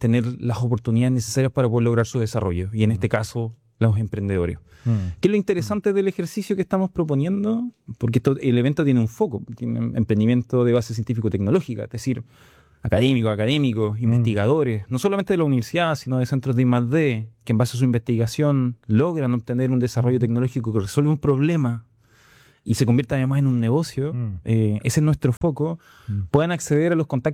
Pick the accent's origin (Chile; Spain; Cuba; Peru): Chile; Ñuble; cuando yo estaba estudiando en Chillán, soy de Ñuble